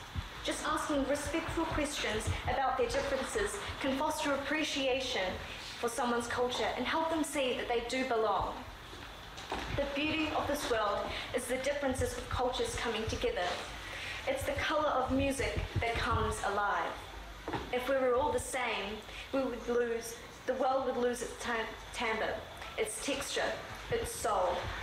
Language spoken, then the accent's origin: English; New Zealand; also born or lived in Sri Lanka; I was not born here. I was born in Sri Lanka. So the road I travel on has obstacles of migration. There always seemed to be a voice whispering in my ear, saying that I don't belong anywhere. I seem too Sri Lankan for New Zealand, but too Kiwi for Sri Lanka.